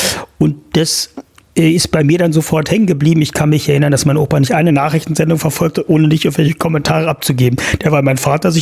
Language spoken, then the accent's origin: German; Saxony-Anhalt, Germany; Also prinzipiell wohne ich sehr, sehr gerne hier. Ich bin ja in der Altmark geboren und groß geworden.